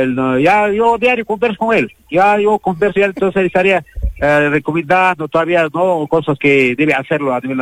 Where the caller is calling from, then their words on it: Yura district, Arequipa, Peru; Les saluda … del distrito Yura.